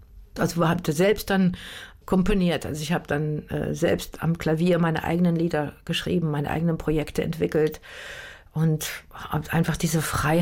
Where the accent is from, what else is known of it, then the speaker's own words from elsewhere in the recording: Germany; moved away as an adult; als Deutsche in London